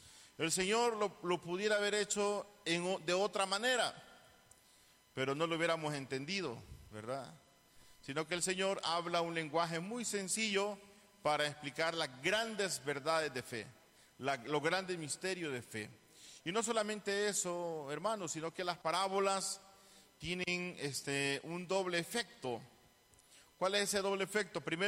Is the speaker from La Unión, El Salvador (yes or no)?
yes; Conchagua, La Unión, El Salvador; now in Santiago de María, El Salvador; yo soy originario de Conchagua, ¿verdad? Del distrito de Conchagua. Somos del mismo departamento